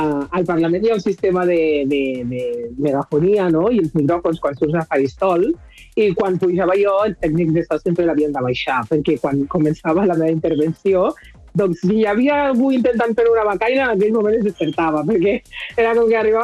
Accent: Lleida, Catalonia, Spain; born there; Jo soc, me veieu negra, però jo soc nascuda a Lleida, de mare blanca

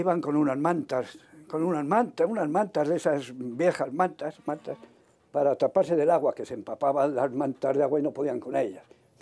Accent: Madrid, Community of Madrid, Spain; born there; now in Lozoya, Spain; Yo ya soy de Lozoya, porque llevo ya más años aquí que en Madrid.

